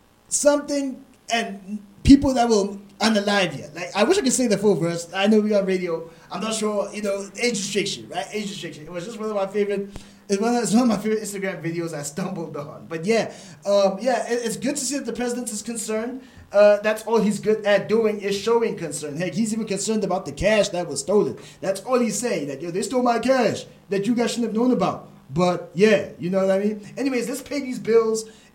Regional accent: Springs, Gauteng, South Africa; born there; also born or lived in Johannesburg; I was born in the East Rand, but as a kid, I was actually born in Johannesburg, and then we went all the way to Springs. I sort of grew up in Springs for a bit. Spent some time over there.

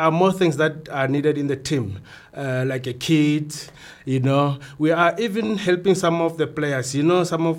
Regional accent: Limpopo, South Africa; from Block 12 in Limpopo, standing here on behalf of Mawa United.

